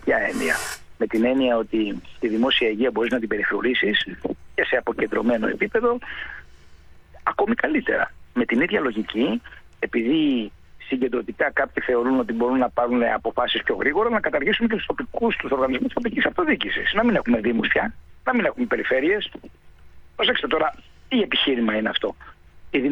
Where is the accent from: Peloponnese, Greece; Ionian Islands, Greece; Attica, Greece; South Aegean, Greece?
Ionian Islands, Greece; Kefalonia; Ας φέρω ένα παράδειγμα από την ιδιαίτερη πατρίδα μου. Εγώ κατάγομαι από την Κεφαλονιά.